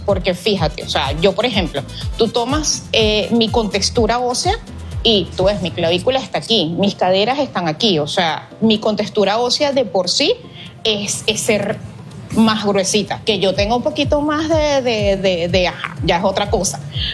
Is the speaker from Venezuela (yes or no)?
yes; Venezuela; tengo 39 años, soy de Venezuela y quiero ser Miss Vellanita.